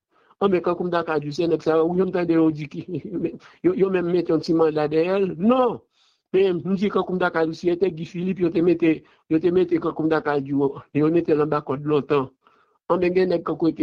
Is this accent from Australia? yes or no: no; Haiti; On est haïtien, ce n'est pas chita qui n'a pas un paquet de monde.